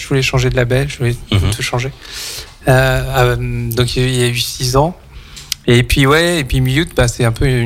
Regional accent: Brittany, France; on est breton.

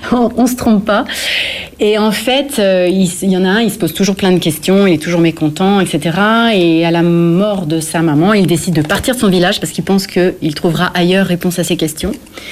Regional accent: France; born there; je suis née en France.

